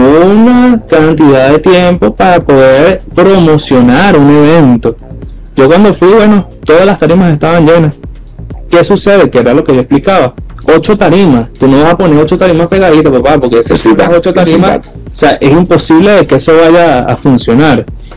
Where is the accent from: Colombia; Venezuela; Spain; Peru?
Venezuela; En Venezuela nosotros hemos sido los primeros que nos emocionamos cada vez que viene alguien de afuera